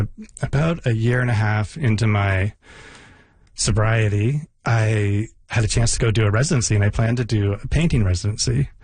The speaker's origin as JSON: {"language": "English", "country": "Canada", "tie": "born or raised there", "also_born_or_lived": "San Francisco, United States"}